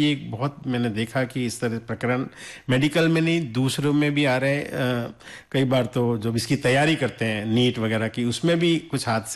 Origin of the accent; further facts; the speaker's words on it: Jodhpur, Rajasthan, India; born there; मेरा जन्म भी जोधपुर में हुआ